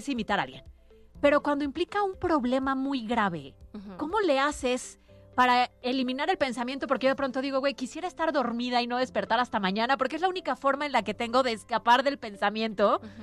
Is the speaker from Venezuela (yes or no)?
no; Mexico; los mexicanos hasta los nombres le ponemos diminutivo para que se oiga bonito.